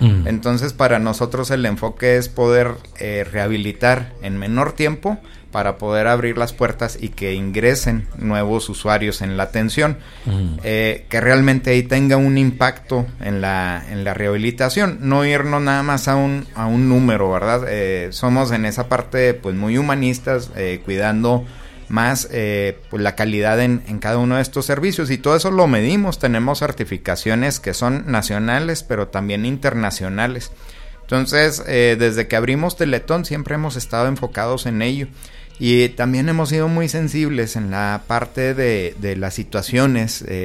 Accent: Mexico; una responsabilidad muy muy grande que tenemos como claro, mexicanos

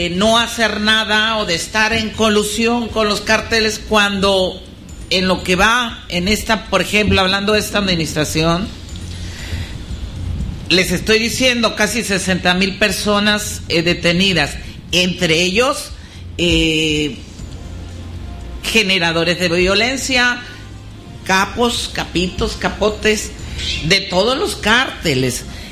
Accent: Mexico; creo que también nosotros tendríamos que cambiar la narrativa como mexicanos

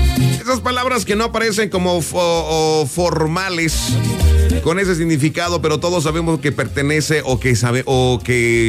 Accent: Mexico; como todo mexicano las conocemos

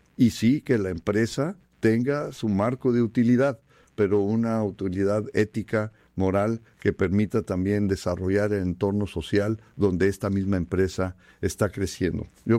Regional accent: Mexico; nos identifican como mexicanos

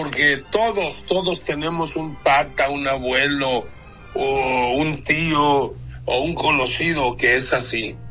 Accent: Sonora, Mexico; yo no soy mexicano, yo soy sonorense.

